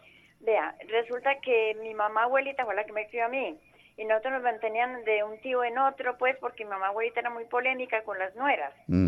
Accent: Antioquia, Colombia; en Antioquia somos todos de EBA.

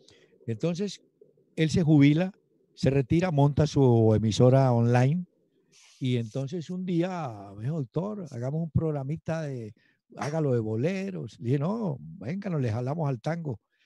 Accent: Cali, Valle del Cauca, Colombia; aunque soy de Cali

